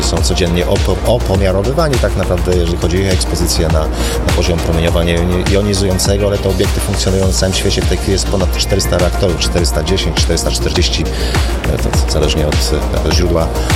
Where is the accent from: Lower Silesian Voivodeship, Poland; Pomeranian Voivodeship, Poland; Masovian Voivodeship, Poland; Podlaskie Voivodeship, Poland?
Pomeranian Voivodeship, Poland; jestem Pomorzaninem. Nie urodziłem się w Gdańsku, ale jestem z Pomorza i doceniam walory tej części polskiej.